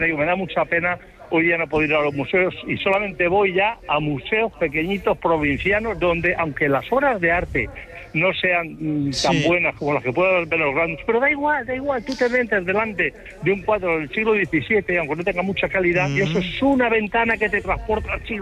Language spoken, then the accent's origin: Spanish; Spain; now in France; No, yo resido aquí. Soy español, pero resido en Francia.